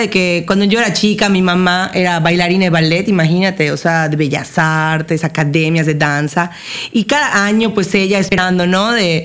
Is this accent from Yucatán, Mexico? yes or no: yes; Yucatán, Mexico; moved away as an adult; now in Paris, France; me encanta estar en mi tierra con los kebab yucas que me conocen.